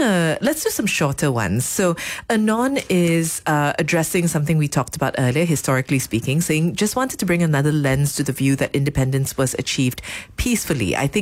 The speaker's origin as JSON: {"language": "English", "country": "Malaysia", "said": "Being Malaysian to me means investigating the stories we tell, the voices we prioritize and consider who's being left out"}